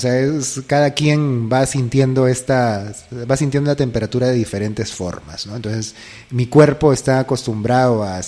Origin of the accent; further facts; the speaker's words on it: Lima, Peru; moved away; bueno, yo soy de Lima, he vivido toda mi vida en Lima